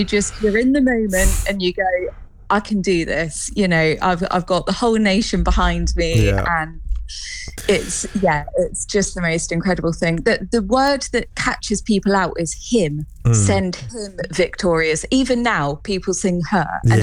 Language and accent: English; Milton Keynes, South East England, United Kingdom; I'm from Milton Keynes, born and bred.